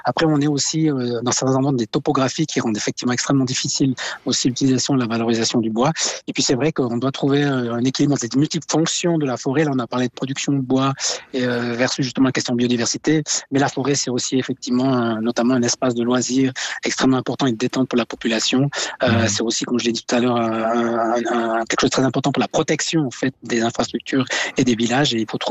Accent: Valais, Switzerland; en tant que Valaisan

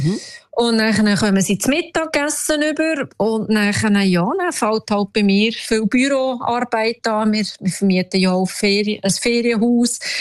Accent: Romandy, Switzerland; first language French; German is a second language; Und ich bin ja gebürtige Welsche, also Französisch ist meine Muttersprache.

